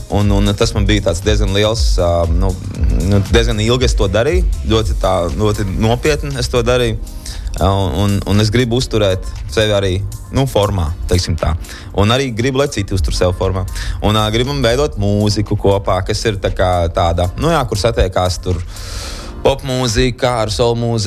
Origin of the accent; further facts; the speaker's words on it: Saldus Municipality, Latvia; now in Riga, Latvia; jā. Es esmu puisis no Saldus rajonā, kas dzīvo Rīgā un citās pilsētās pasaulē